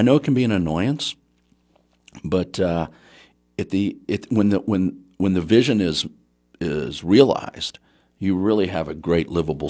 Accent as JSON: {"language": "English", "town": "Wheeling", "region": "West Virginia", "country": "United States", "tie": "born or raised there", "said": "So, but at the end, I grew up in Wheeling."}